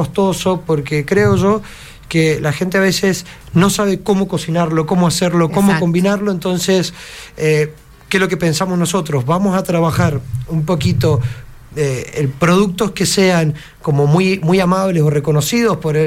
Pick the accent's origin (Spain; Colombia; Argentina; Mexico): Argentina